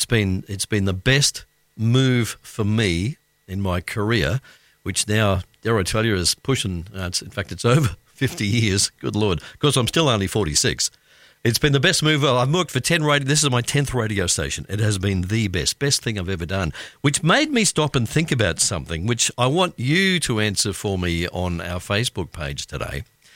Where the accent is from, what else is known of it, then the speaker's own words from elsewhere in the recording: Queensland, Australia; now in Newcastle, Australia; One, coming to Newcastle, because I am from Queensland, but coming to Newcastle and coming to this radio station